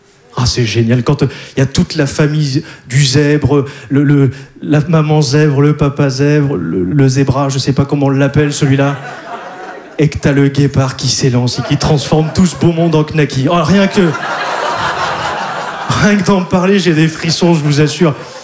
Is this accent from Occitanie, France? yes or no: no; Hauts-de-France, France; moi je viens du Nord.